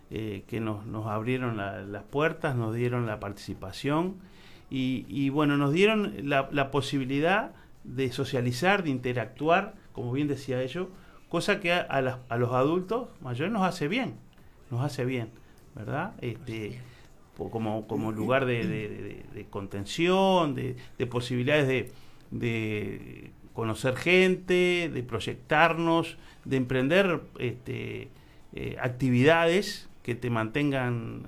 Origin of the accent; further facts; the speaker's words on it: Florida, Uruguay; moved away as an adult; now in Atlántida, Uruguay; Mi señora y yo nos mudamos en octubre del año pasado para Atlántida. Nosotros somos oriundos de Florida. Y no conocíamos a nadie aquí